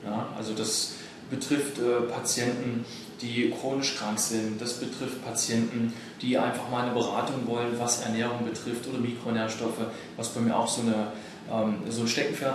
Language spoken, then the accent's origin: German; Halle, Saxony-Anhalt, Germany; Ich komme aus Halle und hatte halt in dem Umkreis geschaut